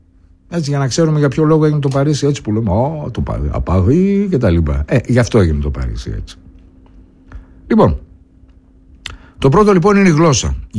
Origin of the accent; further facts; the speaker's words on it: Thessaloniki, Central Macedonia, Greece; accent: Attic dialect; Έτσι και να είμαι Θεσσαλονικιός που είχα Αττική διάλεκτο και μου λέγανε, πού είσαι από Θεσσαλονίκη? Αποκλείεται να είσαι Θεσσαλονίκη, δεν έχεις το λό, δεν το χαλαρώ.